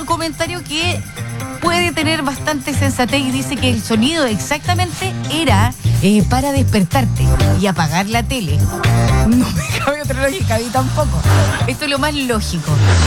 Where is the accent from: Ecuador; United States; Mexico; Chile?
Chile; Esto es lo más bizarro que yo he escuchado como chileno